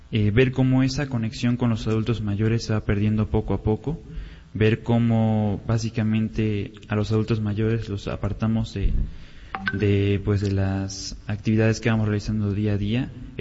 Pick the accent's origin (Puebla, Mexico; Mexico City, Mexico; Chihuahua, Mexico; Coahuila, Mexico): Puebla, Mexico; Xochitlán de Vicente Suárez; De Xochitlán de Vicente Suárez